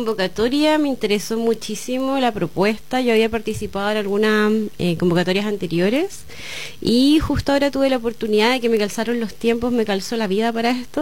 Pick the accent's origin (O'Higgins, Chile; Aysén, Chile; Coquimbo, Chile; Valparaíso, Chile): Aysén, Chile; Puerto Aysén; born there; also born or lived in Coyhaique; now in Valdivia, Chile; Siempre he vivido cerca de cuerpos de agua. Nací en Coyhaique y después viví en Aysén. Muchos de mis recuerdos de infancia están rodeados de aguas